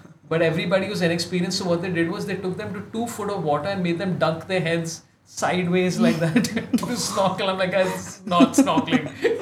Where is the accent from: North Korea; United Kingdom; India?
India; My people, which is the Indians